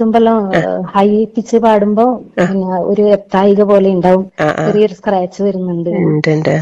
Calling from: Payyanur, Kerala, India; ഞാൻ പയ്യന്നൂർ തെരുവിൽ നിന്ന്.

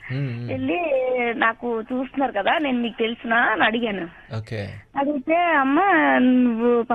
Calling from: Srikakulam, Andhra Pradesh, India; From Srikakulam.

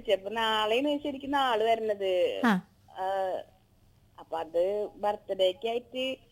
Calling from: Thrissur, Kerala, India; ഞങ്ങള് തൃശ്ശൂരിന്ന് വിളിക്കുന്ന, വിളിച്ചു തുടങ്ങിട്ട് കൊല്ലങ്ങളായി.

